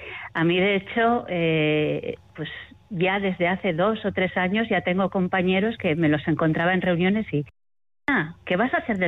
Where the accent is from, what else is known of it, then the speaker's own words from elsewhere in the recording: Navarre, Spain; now in Netherlands; mis vacaciones van a ser aquí en Pamplona, en Navarra